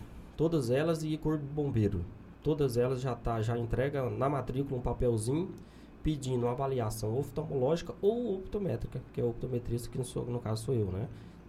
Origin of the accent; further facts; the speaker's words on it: Nova Chavantina, Mato Grosso, Brazil; now in Barra do Garças, Brazil; Aí, quando eu era mais novo, ficou umas idas e vindas, né? Que meu pai veio pra Barra quando eu tinha uns 6, 7 anos. Ficou um tempo, depois voltou pra Nova Chavantina.